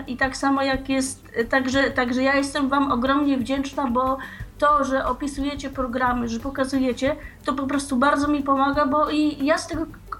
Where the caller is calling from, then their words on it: Alexandria, Alexandria Governorate, Egypt; Witajcie, ja dzwonię w tej chwili z Aleksandrii.